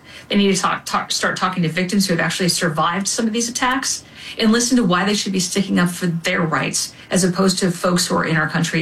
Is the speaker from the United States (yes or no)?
yes; Texas, United States; And look, I'm from Texas. I really appreciate the job that the state has done